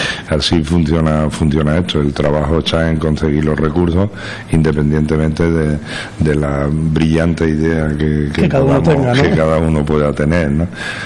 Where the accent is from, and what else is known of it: La Antejuela, Andalusia, Spain